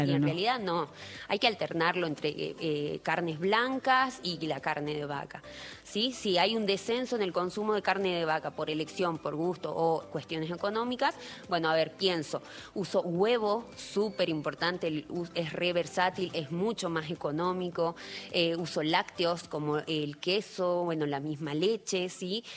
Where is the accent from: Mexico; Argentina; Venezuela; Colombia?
Argentina; Jujuy; aún siendo jujeños